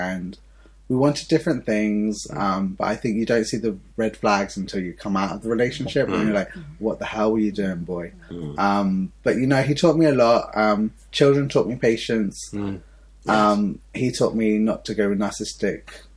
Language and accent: English; South East England, United Kingdom; also born or lived in Negombo, Sri Lanka; I grew up in Oxfordshire